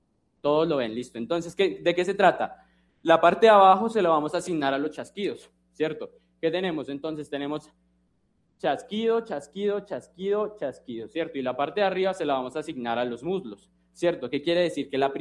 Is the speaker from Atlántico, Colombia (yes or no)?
no; Bogotá, Colombia; aquí yo soy Rolo, la verdad. ¿Cuántos Rolos tenemos acá?